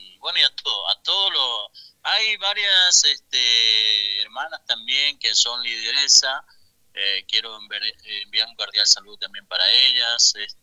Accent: La Leonesa, Chaco, Argentina; no soy de San Bernardo, soy de acá de La Leonesa.

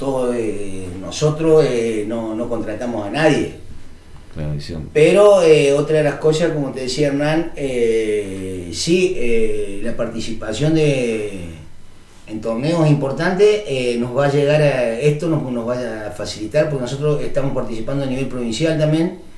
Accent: Córdoba, Argentina; yo cuando era chico, me crié en el campo, en Córdoba

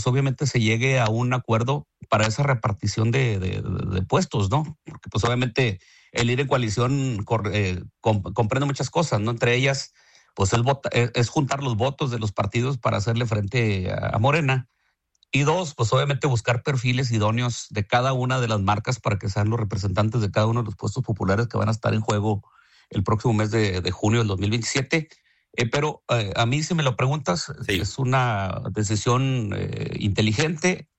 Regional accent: Mexico; cada uno de nosotros como mexicanos aportamos a través de nuestros impuestos.

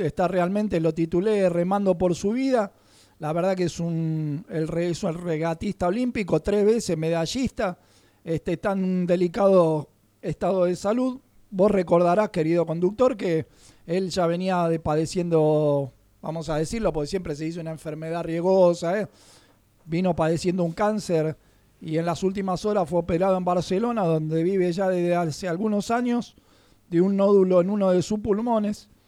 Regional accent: Argentina; Nosotros somos argentinos

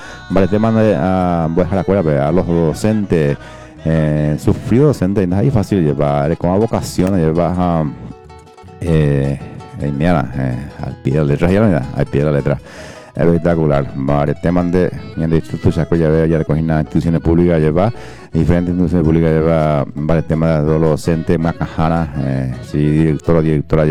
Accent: Paraguay; identificado como buen paraguayo y paraguaya que somos

